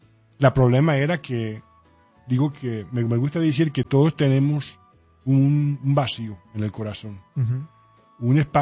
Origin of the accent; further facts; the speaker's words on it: Detroit, Michigan, United States; born there; Nací en Detroit, Michigan. Mi padre era dominicano, mi madre costarricense. Los dos eran doctores. Se conocieron y casaron aquí.